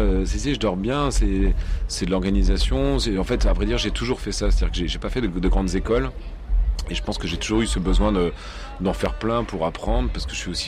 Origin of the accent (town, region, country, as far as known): Grand Est, France